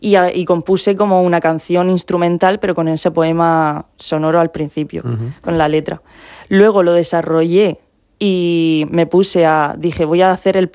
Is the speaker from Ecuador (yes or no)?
no; Molina de Segura, Region of Murcia, Spain; Yo soy de aquí